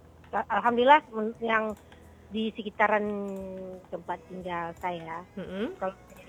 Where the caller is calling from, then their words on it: Sabang, Aceh, Indonesia